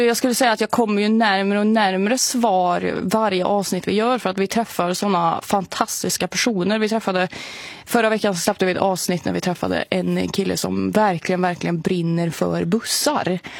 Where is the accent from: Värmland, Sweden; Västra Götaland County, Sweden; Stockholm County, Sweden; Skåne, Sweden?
Värmland, Sweden; jag är från Värmland liksom